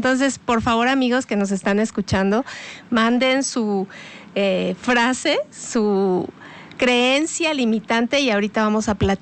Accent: Mexico; Pero incluso como mexicanos tenemos otras.

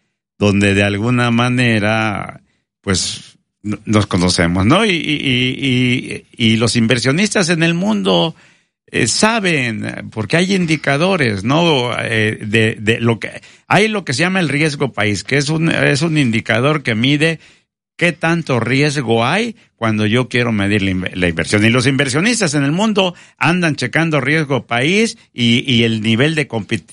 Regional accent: Mexico; yo digo que los mexicanos somos

